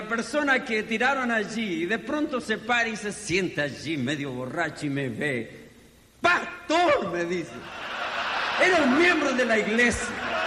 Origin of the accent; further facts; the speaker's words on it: Chile; moved away as an adult; Nací en mi país, aquí en Chile, crecí